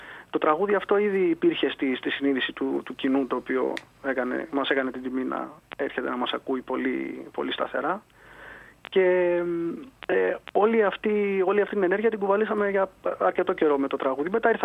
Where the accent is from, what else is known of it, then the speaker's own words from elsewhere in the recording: Volos, Thessaly, Greece; Να πούμε ότι αυτό είναι και ένα τραγούδι το οποίο έγινε αυτό που θα λέγαμε στα μέρη μου, ξεκινώντας από το Βόλο δηλαδή.